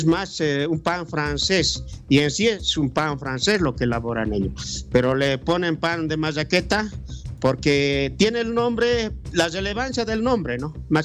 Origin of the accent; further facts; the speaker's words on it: La Paz, Bolivia; Como bolivianos, como paceños, tenemos que defender todo lo que es nuestro